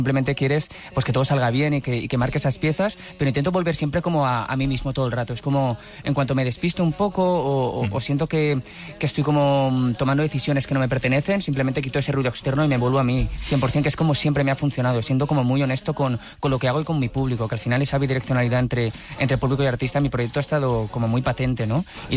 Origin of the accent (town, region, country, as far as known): Valencian Community, Spain